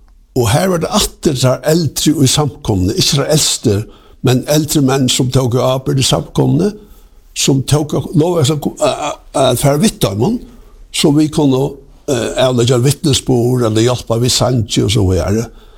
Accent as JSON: {"language": "Norwegian", "region": "Eastern Norway", "country": "Norway", "said": "Jeg er fra Østlands."}